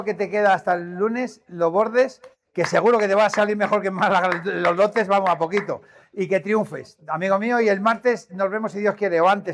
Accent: La Rioja, Spain; La verdad es que soy los riojanos de moda ahora mismo, Diego.

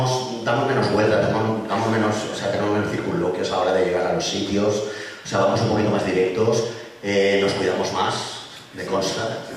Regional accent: Benetússer, Valencian Community, Spain; yo soy de Benetuse, soy un pueblo de al lado de Valencia

